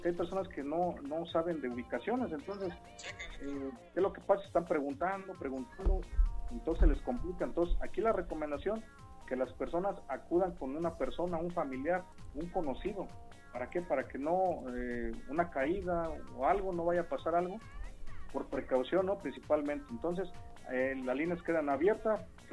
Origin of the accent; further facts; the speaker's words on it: Rincón del Carmen, Mexico; Escuché a la señora Gloria de Rincón del Carmen. Yo también soy de Rincón del Carmen.